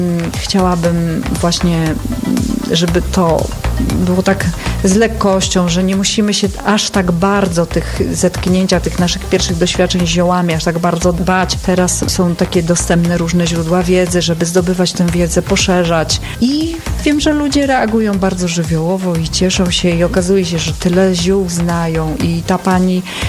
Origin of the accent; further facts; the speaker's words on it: Warmian-Masurian Voivodeship, Poland; Tak, Warmia Mazury, bo ja jestem stąd, a zawsze najlepiej pisać o rzeczach, na których się człowiek zna, które są bliskie sercu, a że Warmia i Mazury są mi bardzo bliskie